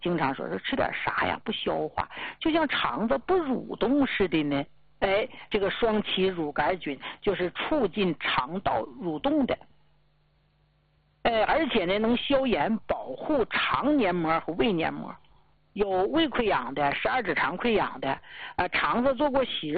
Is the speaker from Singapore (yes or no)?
no; Northeast China, China; 咱们东北人